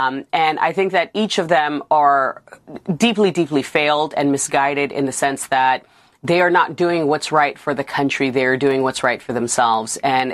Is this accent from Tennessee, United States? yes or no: no; New York, United States; I'm an American through and through, born in New York, raised by Uncle Sam in the foster care system. And as an Afghan American, someone who is proud of my culture and heritage